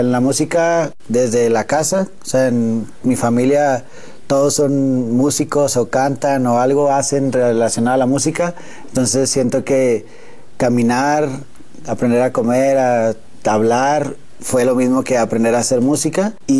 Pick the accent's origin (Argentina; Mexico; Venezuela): Mexico; Monterrey, Nuevo León; now in Mexico City, Mexico; Y Yo creo que la primera vez que salí de Monterrey para acá a la ciudad, mi depa estaba vacío, no tenía ni un mueble